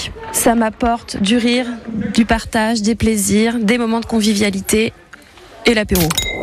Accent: Saint-Brice-Courcelles, Grand Est, France; Champagne Ardenne. Je sais que je suis de Saint-Brice-Courcelles parce que j'y ai passé toute ma vie, ma plus tendre enfance, au centre social, et je suis même devenue animatrice dans le centre social qui m'a vue grandir.

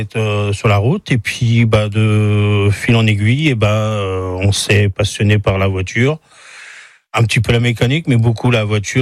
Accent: Le Mans, Pays de la Loire, France; born there; Je suis né au Mans, j'ai été un peu vacciné par le bruit des voitures

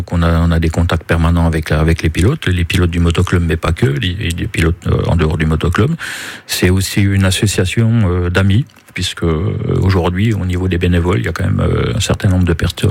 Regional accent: Villars-sous-Écot, Bourgogne-Franche-Comté, France; moi, je suis originaire de Villars-sous-Écot.

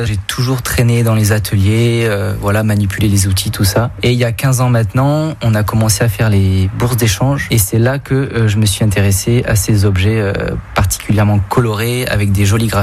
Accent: Bordeaux, Nouvelle-Aquitaine, France; born there; j'ai 25 ans et je suis né à Pellegrin, donc un vrai bordelais et fier de l'être.

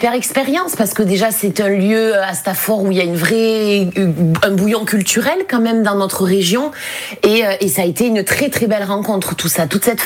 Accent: Occitanie, France; accent: Gascon; moved away as an adult; now in Paris, France; ça a été tourné en fait dans 5 villes et villages du Gers, qui m'ont particulièrement marqué mon parcours. C'était très important pour moi de vraiment revenir là où j'ai grandi, là où j'ai vécu.

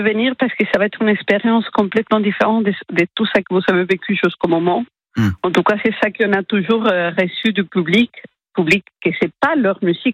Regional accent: Mendoza, Argentina; French is a second language; moved away; les tonadas mendocinas, d'où je viens, de la région de Cujo, que c'est la région de vignobles, de soleil, des vendanges, des bons vins, de Malbec.

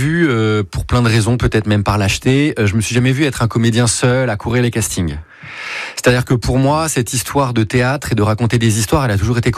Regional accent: Bordeaux, Nouvelle-Aquitaine, France; Nous, on est de Bordeaux.

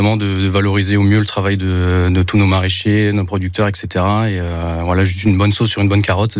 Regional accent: Grand Est, France; now in Pic Saint-Loup, France; En Lorraine, parce qu'on est originaire de Lorraine

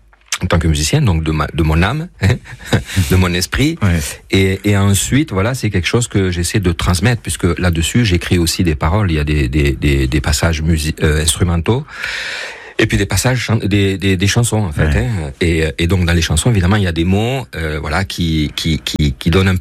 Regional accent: France; born there; moi je suis d'origine espagnole, mais je suis français, né en France, et je me considère vraiment français

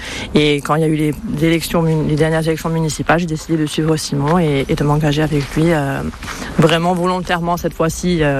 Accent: Bastia, Corsica, France; moved away as an adult; now in Canari, France; Bastia, là où j'ai grandi finalement, où j'habitais pour aller à l'école. C'est vrai qu'avec mon compagnon, on habitait en ville, à Bastia.

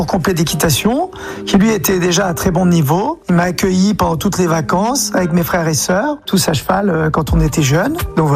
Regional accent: Roubaix, Hauts-de-France, France; born there; je suis né en 1975, donc j'ai 51 ans, je suis né à Roubaix.

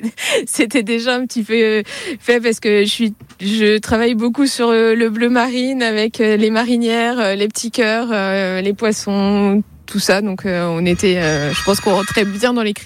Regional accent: Nantes, Pays de la Loire, France; moved away as an adult; now in Finistère, France; depuis que je suis dans le Finistère, parce que je suis nantaise. À la base, j'ai trouvé un Finistérien et j'ai migré dans le Finistère depuis presque 10 ans maintenant. Et j'avais un grand-père morbihanais

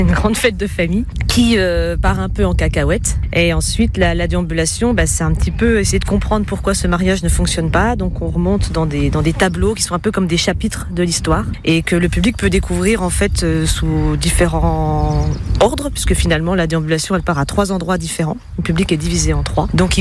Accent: Bourgogne-Franche-Comté, France; moi, je suis de Haute-Saône. Donc, je suis quand même franc-comtoise. Donc, je suis bien d'ici.

